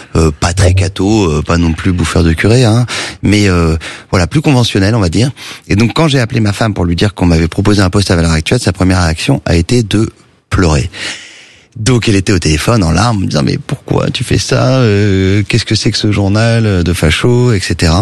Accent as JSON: {"language": "French", "town": "Saint-Cloud", "region": "Île-de-France", "country": "France", "tie": "born or raised there", "said": "mon enfance à Saint-Cloud"}